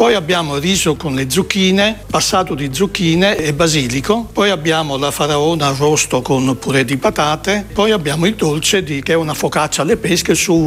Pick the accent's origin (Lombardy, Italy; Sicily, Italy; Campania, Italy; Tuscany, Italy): Campania, Italy; Taurasi; moved away as an adult; now in Due Carrare, Italy; Io provengo dal paese di Taurasi, in provincia di Avellino, che è un paese agricolo. E anche qui, quando sono arrivato nel 2002